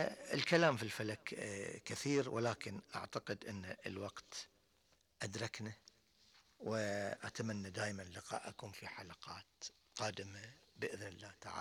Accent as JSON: {"language": "Arabic", "country": "Bahrain", "said": "وعندنا في البحرين ما أقدر أقول إن فترة المطر، ولكن في كثير من الدول العربية هي فترة المطر."}